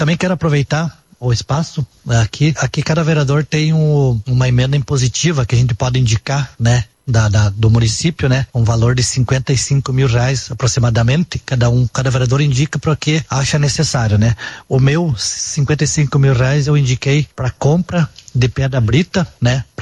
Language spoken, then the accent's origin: Portuguese; Mallet, Paraná, Brazil; Eu que sou do distrito de Rio Claro, sempre falo, né?